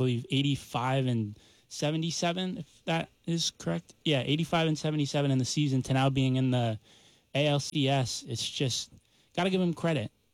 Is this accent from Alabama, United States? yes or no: no; San Diego, California, United States; born there; having spent a lot of time growing up in San Diego and visiting LA.